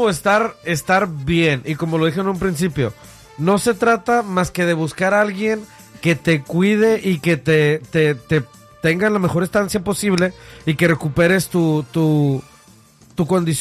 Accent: Guanajuato, Mexico; yo soy de Guanajuato

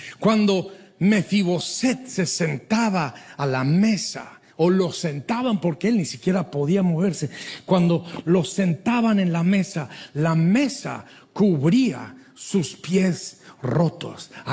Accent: Durango, Mexico; como soy de Durango, México

